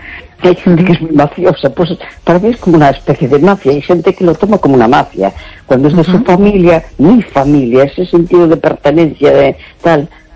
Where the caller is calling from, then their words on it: A Coruña, Galicia, Spain; Hola, buenas noches … de La Coruña.